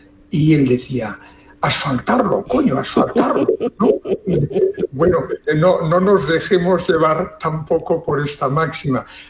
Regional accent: Galicia, Spain; yo soy gallego

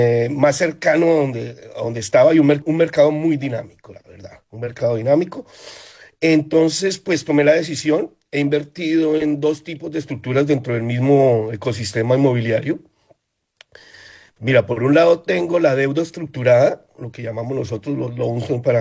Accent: Colombia; Yo soy colombiano.

